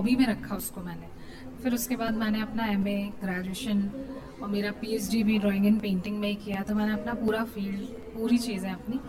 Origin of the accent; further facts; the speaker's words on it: Bhopal, Madhya Pradesh, India; और मैं भोपाल से हूँ।